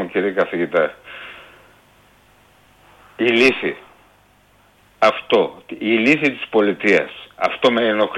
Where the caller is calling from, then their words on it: Greece; Ως Έλληνες.